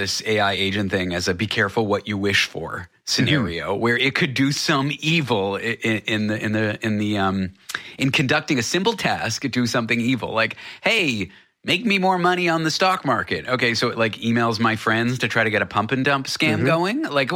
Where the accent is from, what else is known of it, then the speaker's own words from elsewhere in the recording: Canada; I'm a Canadian citizen, so everyone in the UK is probably in line for the crown before me.